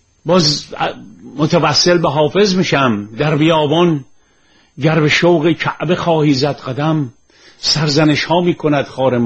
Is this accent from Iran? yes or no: yes; Iran; ببینید ما در ایران یاد نگرفتیم بحث کنیم، یاد گرفتیم جدل کنیم.